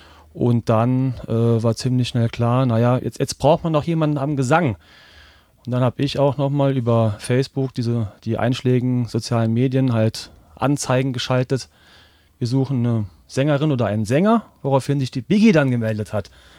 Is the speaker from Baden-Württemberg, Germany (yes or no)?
yes; Reutlingen, Baden-Württemberg, Germany; Wir kommen räumlich, sagen wir, aus dem Großraum Reutlingen auch und Tübingen, ja.